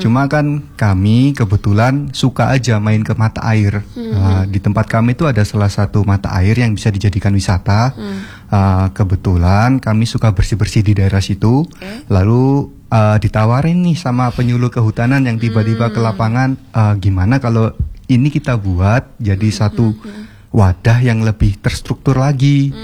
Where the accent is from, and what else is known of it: Malang, East Java, Indonesia